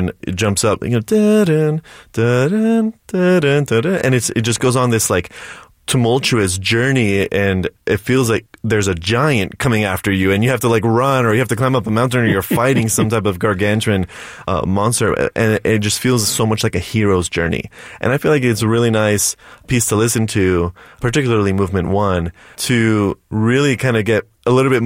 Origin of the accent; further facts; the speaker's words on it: Fort Lauderdale, Florida, United States; I'm from Fort Lauderdale, Florida